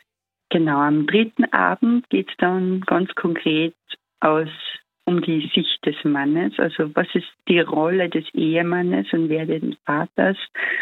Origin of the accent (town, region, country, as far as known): Salzburg, Austria